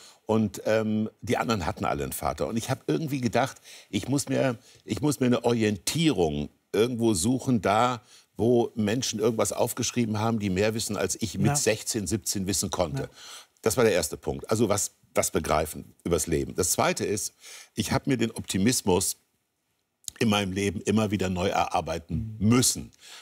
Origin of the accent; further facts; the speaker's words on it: Kassel, Hesse, Germany; ich bin am Stadtrand von Kassel groß geworden und da waren Bauern, da waren Landwirte.